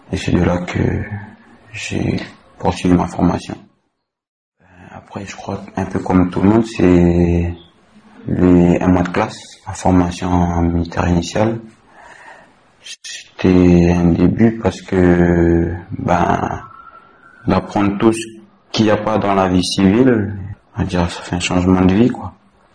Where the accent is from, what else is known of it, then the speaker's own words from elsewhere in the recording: Lifou, New Caledonia, France; j'ai 20 ans, je suis originaire de Lifou.